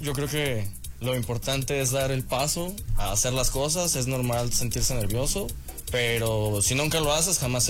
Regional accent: Aguascalientes, Mexico; soy originario de aquí, de Aguascalientes, 100% hidrocálido.

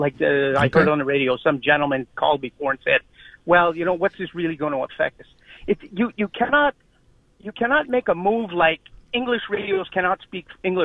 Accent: Montreal, Quebec, Canada; I grew up in East End. My mother's French-Canadian.

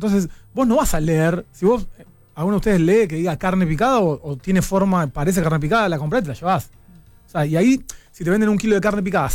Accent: Argentina

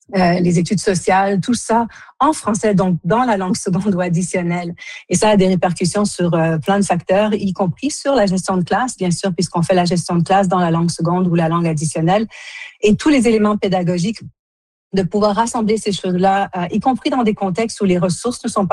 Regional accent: Quebec, Canada; born there; si je suis née au Canada, née au Québec, c'est grâce à l'immersion française, parce que ma maman faisait partie des pionnières de l'immersion française et mon papa est venu la rejoindre au Canada.

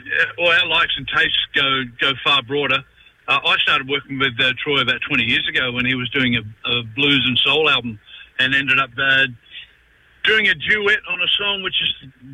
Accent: Alice Springs, Northern Territory, Australia; we're both, country lads. I was born and raised in Alice Springs.

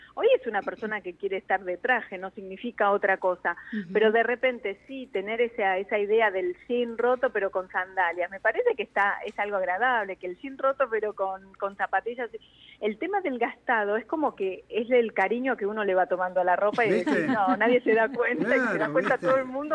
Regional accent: Argentina; nosotros creo que como argentinos tenemos que hacer algo con el tema de los calces

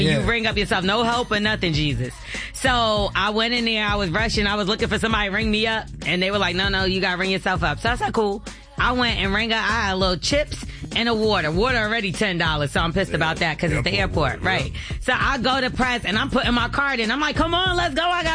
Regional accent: Brooklyn, New York, United States; Because Golden Crest, I'm from Brooklyn.

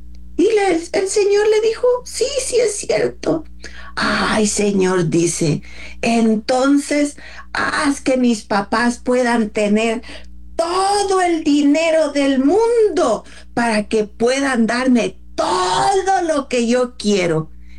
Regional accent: Mexico; Somos mexicanos.

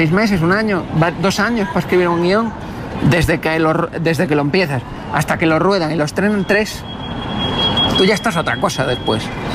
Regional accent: Canary Islands, Spain; born there; Porque yo nací en Canarias, tú eres canario.

